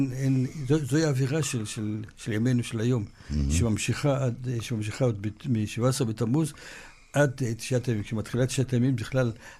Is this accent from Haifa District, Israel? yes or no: no; Jerusalem, Jerusalem District, Israel; אני נולדתי למעשה במאה שערים, התחתנתי, עברתי לעזרת תורה. אבל המקור שלי זה במאה שערים.